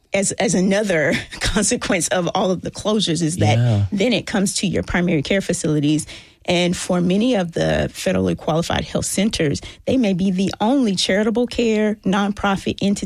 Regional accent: Columbia, Tennessee, United States; I'm from Murray County. Y'all mentioned it.

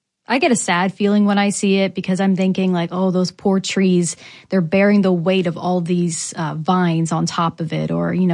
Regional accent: Pittsburgh, Pennsylvania, United States; now in Knoxville, United States; my hometown of Pittsburgh

